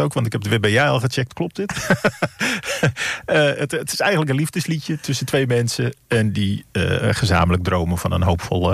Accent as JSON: {"language": "Dutch", "region": "Groningen", "country": "Netherlands", "moved": "yes", "said": "Maar dat zal komen door mijn roots, dat ik uit Noord-Groningen kom."}